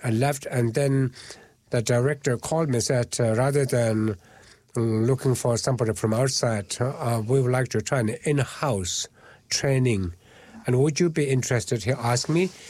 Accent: Dalhousie, Himachal Pradesh, India; because I grew up in Dalhousie, a Tibetan school, where we studied English, Hindi, Tibetan, as well as general subjects.

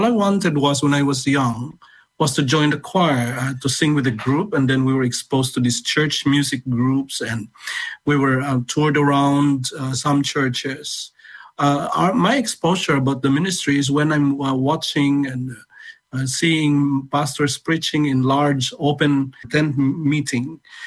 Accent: Philippines; moved away as an adult; now in Brighton, United Kingdom; growing up in the Philippines in my time, this was about 1970s, 80s

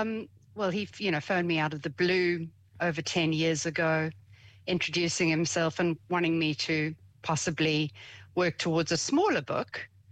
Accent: South Africa; moved away as an adult; now in New Zealand; I am from South Africa. You might pick up the accent, but, you know, been here a little while.

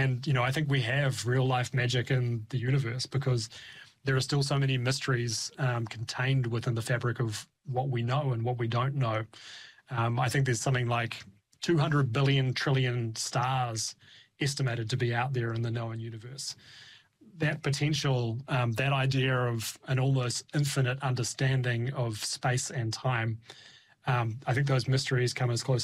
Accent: Tonga; moved away; when we were in Tonga, when we were growing up in Tonga

